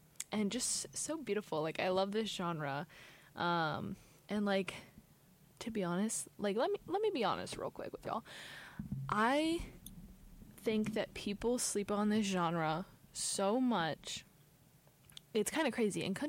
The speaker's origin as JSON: {"language": "English", "region": "Ohio", "country": "United States", "said": "I'm from Ohio, which is, like, the Midwest. But I am from Southern Ohio, so I live very close to the Southern border."}